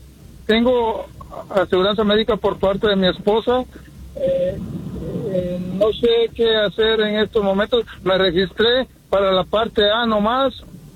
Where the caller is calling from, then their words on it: Long Beach, California, United States; Longbeach, California.